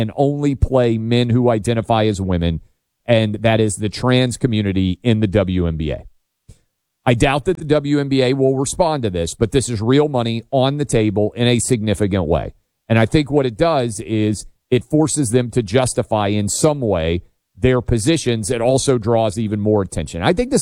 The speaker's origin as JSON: {"language": "English", "town": "Nashville", "region": "Tennessee", "country": "United States", "tie": "born or raised there", "said": "I will bring them to my hometown where I do this show from, Nashville, Tennessee"}